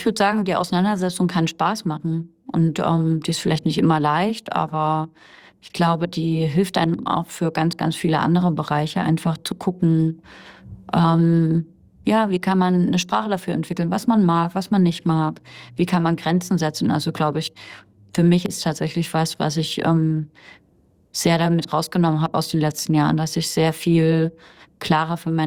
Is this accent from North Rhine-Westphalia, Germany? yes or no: no; Bavaria, Germany; Ich bin dann in Bayern aufgewachsen